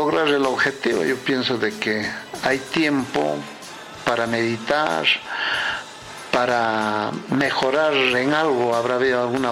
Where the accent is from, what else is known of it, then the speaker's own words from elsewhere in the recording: Santa Rosa de Sacco, Junín, Peru; Santa Rosa de Saco, mi tierra, que tanto frutos me ha dado